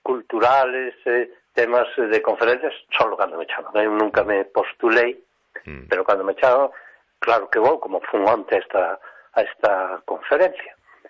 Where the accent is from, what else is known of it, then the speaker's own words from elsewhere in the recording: Corme, Galicia, Spain; born there; now in Muros, Spain; Aquí é o Muros onde vivo actualmente. Nacín en Corme e volvín ao mar de Muros